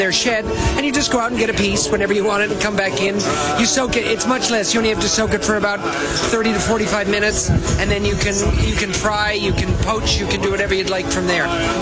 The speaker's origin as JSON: {"language": "English", "town": "St. John's", "region": "Newfoundland and Labrador", "country": "Canada", "said": "Yeah, I'm from St. John's."}